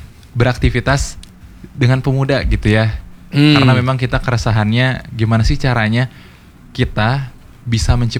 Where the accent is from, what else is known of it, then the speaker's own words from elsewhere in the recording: Arjasari, West Java, Indonesia; Iya dari. Kalau kami dari Kabupaten Bandung.